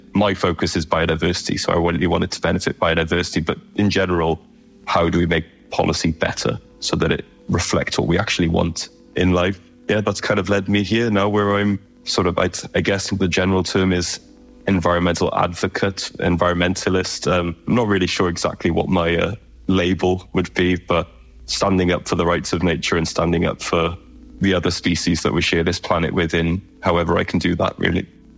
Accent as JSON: {"language": "English", "town": "Aberystwyth", "region": "Wales", "country": "United Kingdom", "tie": "born or raised there", "said": "My personal background is I grew up here in Aberystwyth, so right on the coast of Cardigan Bay, kind of surrounded by dolphins."}